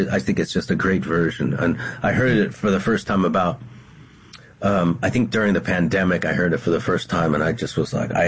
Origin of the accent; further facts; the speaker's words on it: New York, United States; as a New Yorker